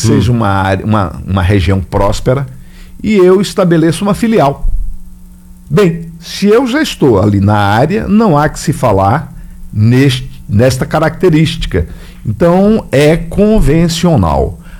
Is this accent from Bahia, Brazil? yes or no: yes; Rui Barbosa, Bahia, Brazil; now in Salvador, Brazil; Rui Barbosa, minha cidade natal